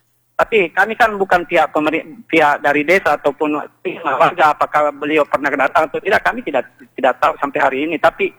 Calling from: Indonesia

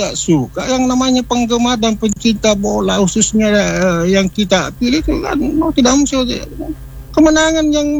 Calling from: Parepare, South Sulawesi, Indonesia; Kami selaku orang Parepare yang tentunya tempat home base-nya PSM ya

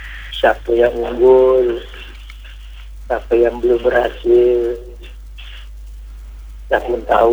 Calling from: Indonesia; dari Batu 10

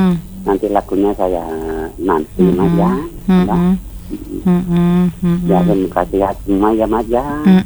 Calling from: Jambi, Indonesia; Ya, saya dari Pasu Jambi.

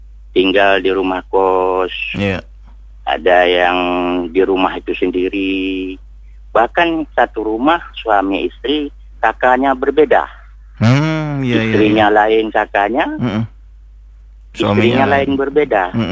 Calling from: Tanjung Pinang, Riau Islands, Indonesia; Kita di Kota Tanjung Pinang ini

